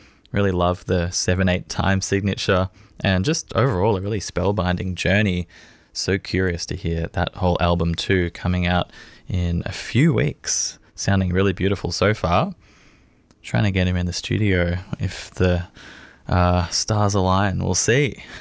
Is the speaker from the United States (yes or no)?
no; Coburg, Victoria, Australia; both from Coburg as well. Epic. My hometown.